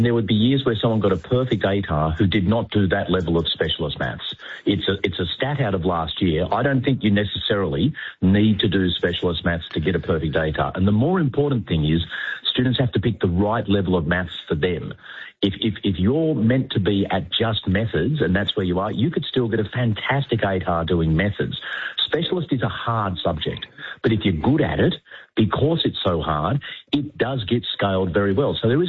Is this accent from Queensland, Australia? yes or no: no; New South Wales, Australia; In my home state of New South Wales, you regularly hear of HSC students